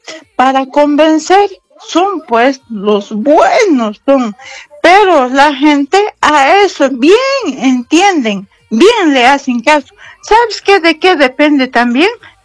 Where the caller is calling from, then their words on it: Cochabamba, Bolivia; de Cochabamba.